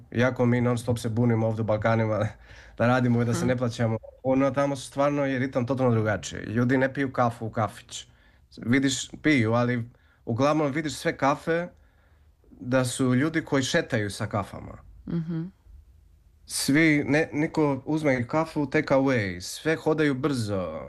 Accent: Greece; also born or lived in Scotland; Zato, kao Srbin i što sam porastao u Grčkoj, ovde sam puno se adaptirao na ovu grčku kulturu, slično kao srpskom.

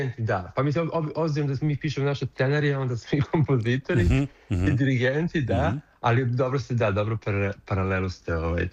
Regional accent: Serbia; now in Berlin, Germany; pošto ja sam iz Srbije, hoda iz Irana, ali mi se znamo iz Berlina, pošto ja živim u Berlinu već 10 godina

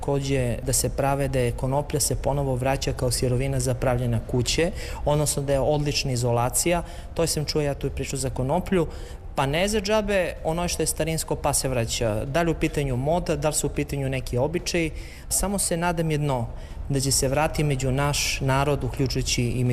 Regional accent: Leskovac, Jablanica District, Serbia; Kod nas u Leskovac ima se jedna mnogo lepa tradicija, nažalost danas je ta tradicija zamrela, to je da si unuci rastu kod dedu i kod babu. Kad sam bio malečak

